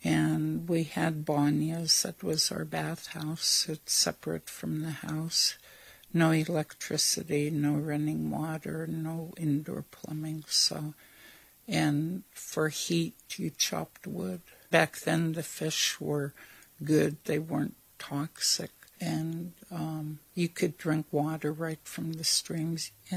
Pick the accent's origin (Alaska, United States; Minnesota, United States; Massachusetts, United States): Alaska, United States; first language Aleut; English is a second language; And my first language is Aleut, and I think in Aleut. And so I revert back during an anxious moment to my first language. And my second language was Russian, and my third language was forced upon me, which is English.